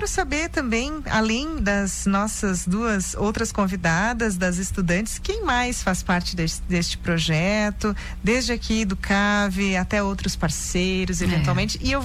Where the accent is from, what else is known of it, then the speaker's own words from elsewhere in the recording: Rio Grande do Sul, Brazil; now in Lages, Brazil; Eu sou gaúcha, então pelo sotaque talvez vocês...